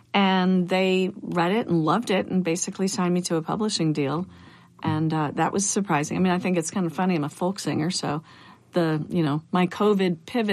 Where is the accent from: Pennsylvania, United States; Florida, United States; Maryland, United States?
Maryland, United States; Baltimore; I was born in Baltimore, but we had a cabin in like the woods of Eastern Maryland or Western Maryland that bordered in West Virginia.